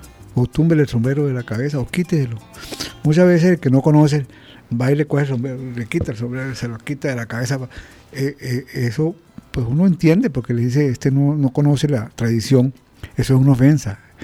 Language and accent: Spanish; Los Llanos, Venezuela; para uno como llanero